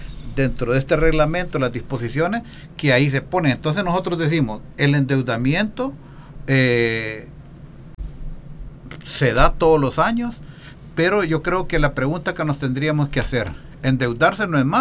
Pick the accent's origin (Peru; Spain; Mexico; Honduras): Honduras; como los hondureños somos nobles en el pago de impuestos